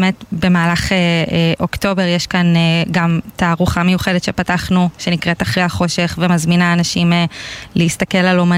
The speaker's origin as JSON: {"language": "Hebrew", "town": "Meitar", "region": "Southern District", "country": "Israel", "tie": "born or raised there", "lives_now": "Beersheba, Israel", "said": "אני, כן, אני אישית לא מהעטף, אני גדלתי במיתר ואני היום בבאר שבע"}